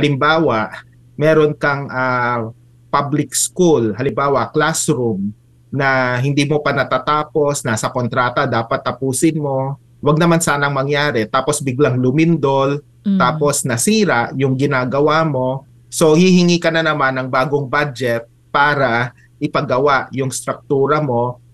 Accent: Bicol Region, Philippines; taga Bicol kasi kami merong isang highway

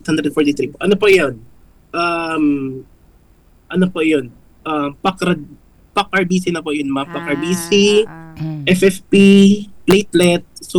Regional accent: Daraga, Bicol Region, Philippines; Taga Daraga po

